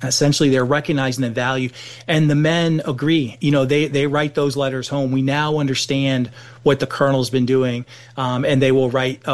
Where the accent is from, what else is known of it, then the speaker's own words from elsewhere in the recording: Canaan, Maine, United States; The one holdout is from my hometown.